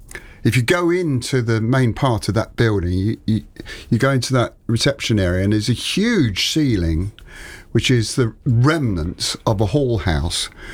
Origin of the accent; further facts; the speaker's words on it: London, United Kingdom; moved away; And I come from Ealing in West London, which they used to call the Queen of the Suburbs because of all its parks and trees.